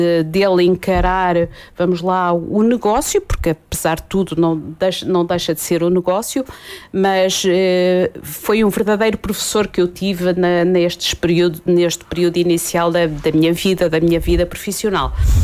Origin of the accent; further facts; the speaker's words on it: Coja, Coimbra, Portugal; also born or lived in Lisbon; Mas sempre me identifiquei como sendo cojense, na medida em que só fui lá nascer, portanto sou verdadeiramente coja. Nasci, fiz lá a minha escola primária